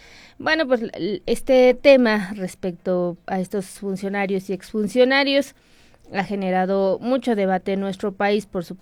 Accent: Mexico

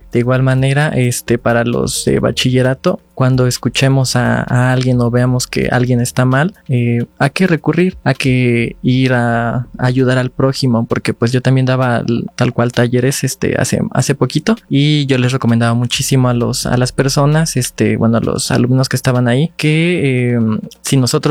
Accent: Mexico; Si entre nosotros nos ayudamos como sociedad, vamos a crecer, como mexicanos vamos a crecer

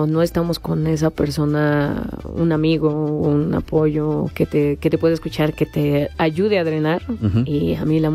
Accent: Mexico

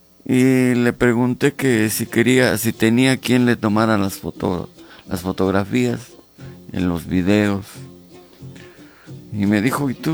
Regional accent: Zimapán, Hidalgo, Mexico; Dejé todo y empecé a recorrer lo que era mi tierra, Zimapán, un municipio pues más grande del estado de Hidalgo.

